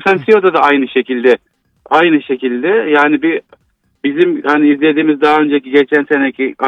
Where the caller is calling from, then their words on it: Izmir, İzmir, Turkey; İzmir'den arıyorum.